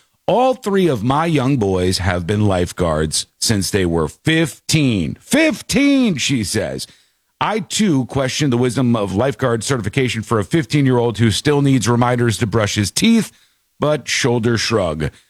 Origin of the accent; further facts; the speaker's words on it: Connecticut, United States; In 1978 or so, me and my little sister got to meet William Shatner when he was filming in my hometown in Connecticut.